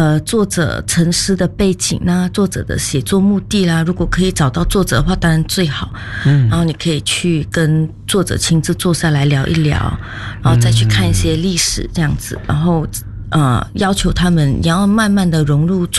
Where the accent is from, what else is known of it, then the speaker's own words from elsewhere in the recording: Malaysia; 我们马来西亚人嘛，发音肯定是没有这么字正腔圆。